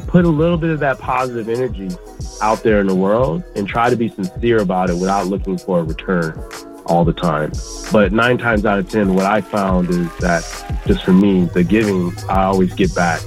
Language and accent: English; Chicago, Illinois, United States; born there; So I'm back in Chicago. So in some ways, yeah, I was born in Chicago, but not raised here, but I'm back here.